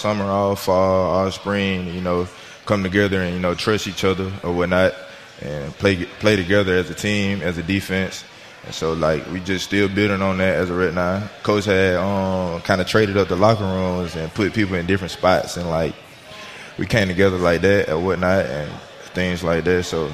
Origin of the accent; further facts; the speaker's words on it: Eufaula, Alabama, United States; I'm from Eufaula, and not a little country town or whatnot.